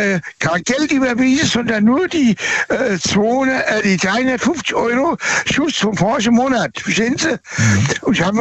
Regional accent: Birnbach, Germany; born there

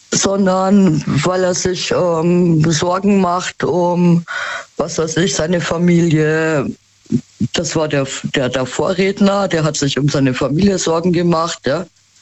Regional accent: Munich, Bavaria, Germany; born there; Aber ich komme gebürtig aus München, ja?

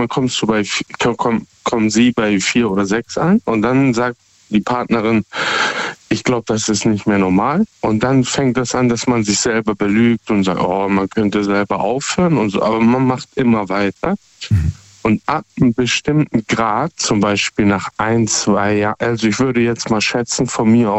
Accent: Hamburg, Germany; Ich komme aus Hamburg.

